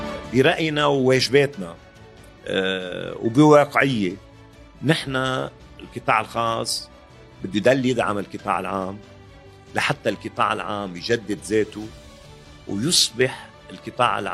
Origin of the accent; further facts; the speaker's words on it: Tripoli, North Governorate, Lebanon; عم ننادي لمشاريع في لبنان من طرابلس. بالوقت نفسه طبيعي أنه نحن ننطلق من هون كأولاد هالمنطقة